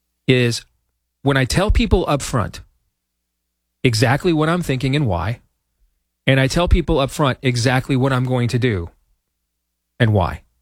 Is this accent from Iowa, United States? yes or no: yes; Iowa, United States; The mood that comes out of my home state of Iowa